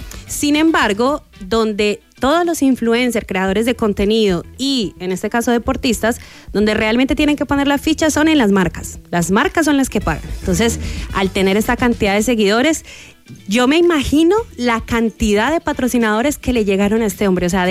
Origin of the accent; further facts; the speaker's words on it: Medellín, Antioquia, Colombia; Sobre todo en la zona de Antioquia, que es de donde yo soy. Yo soy de Medellín específicamente.